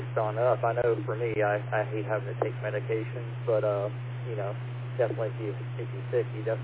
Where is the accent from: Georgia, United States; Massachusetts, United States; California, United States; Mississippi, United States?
Mississippi, United States; I grew up in Mississippi